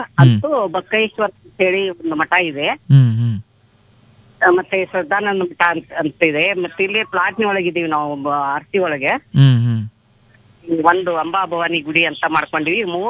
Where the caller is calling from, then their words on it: Bagalkot district, Karnataka, India; ಬಾಗಲಕೋಟೆ ಜಿಲ್ಲೆ ಬಿಳಗಿ ತಾಲೂಕಿನಿಂದ, ಬೂದ್ಯಾಳ ಬಾಡಿಗೆ ಅಂತ ಹೇಳಿ ಒಂದು ಪುಟ್ಟ ಗ್ರಾಮ.